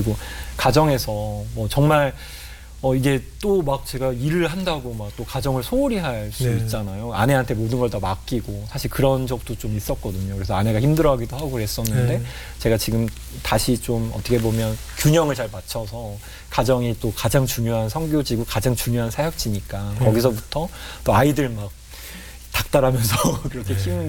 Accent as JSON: {"language": "Korean", "country": "South Korea", "said": "저도 이제 한국인이지만"}